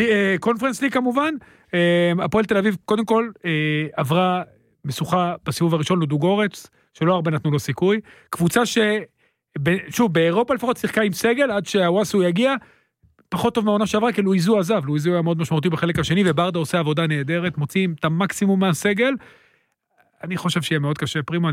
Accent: Netanya, Central District, Israel; אני ברשותך מעט נתניאתי פרובינציאלי, המאמן שנתיים מתחתיי במכבי נתניה, גדלנו ביחד בשכונת בן ציון

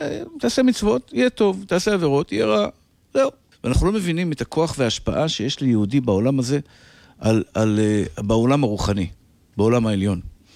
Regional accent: Tel Aviv, Tel Aviv District, Israel; כשהייתי ילד, גרתי בשכונת התקווה.

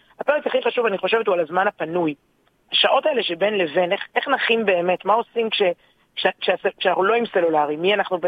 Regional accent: Ramat HaSharon, Tel Aviv District, Israel; born there; כנערה באמת בתיכון מצטיין ברמת השרון

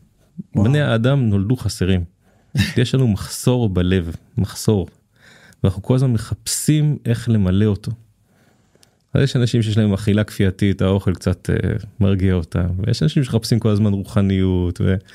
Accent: Petah Tikva, Central District, Israel; אני גדלתי בפתח תקווה שכונת אין גנים.

